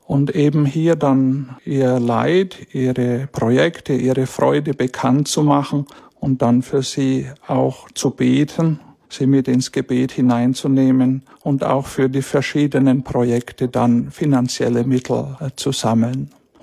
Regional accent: Pottenstein, Bavaria, Germany; moved away; Ich stamme gebürtig aus dem Erzbistum Bamberg, aus der Gemeinde Pottenstein in der Fränkischen Schweiz, eine auch sehr schöne Gegend aus einem kleinen Ort. Und in diesem kleinen Ort bin ich aufgewachsen

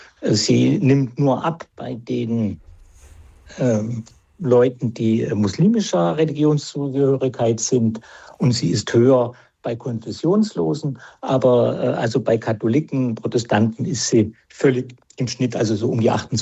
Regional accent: Thuringia, Germany; Ich komme ja aus Thüringen

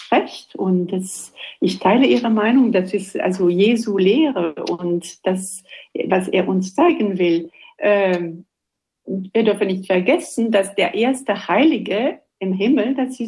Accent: Belgium; Ich bin Belgierin.

